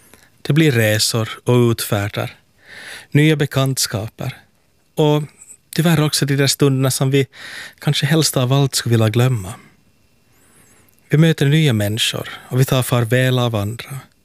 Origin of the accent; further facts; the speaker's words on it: Helsinki, Uusimaa, Finland; från Helsingfors.